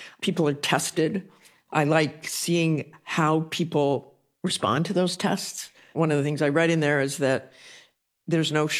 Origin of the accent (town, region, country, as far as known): Salt Lake City, Utah, United States; born or raised there